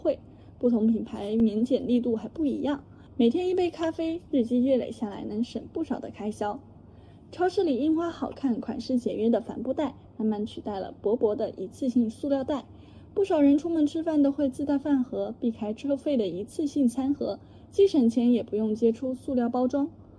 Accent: China; 我是从小在大陆长大的台湾青年

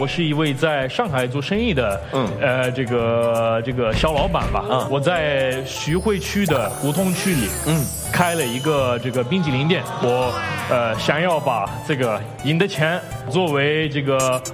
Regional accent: Sicily, Italy; Chinese is a second language; now in Shanghai, China; 我来自意大利的西西里岛。

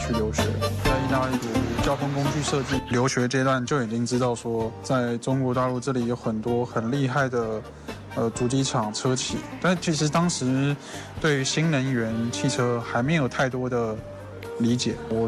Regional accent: Taipei, Taiwan; moved away as an adult; also born or lived in Italy; now in China; 我来自台北

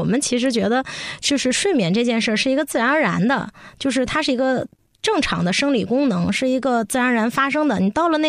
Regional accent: China

